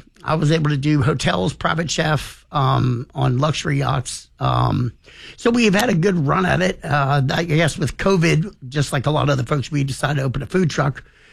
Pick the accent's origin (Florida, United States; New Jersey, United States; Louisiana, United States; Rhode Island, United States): Louisiana, United States; New Orleans; born there; moved away as an adult; also born or lived in Tuscaloosa, Alabama / Tennessee / Hyde Park, New York; kind of growing up in New Orleans